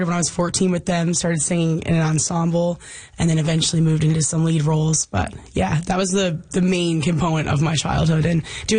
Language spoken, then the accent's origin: English; Wabush, Newfoundland and Labrador, Canada; now in St. John's, Canada; Growing up in Wabash was a wonderful experience, but I definitely, growing up in a small community, did a lot of comparing myself.